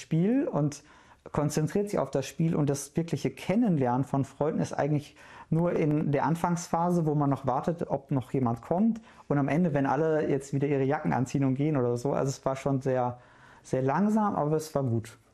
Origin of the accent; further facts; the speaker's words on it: Duisburg, North Rhine-Westphalia, Germany; kurze Antwort ist, ich komme aus Duisburg, die lange ist halt, ich bin viel umgezogen.